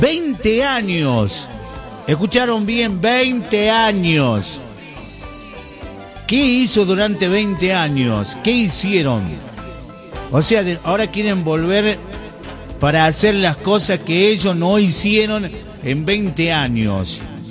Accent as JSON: {"language": "Spanish", "town": "El Quebrachal", "region": "Salta", "country": "Argentina", "tie": "born there", "said": "yo nací en Quebrachal."}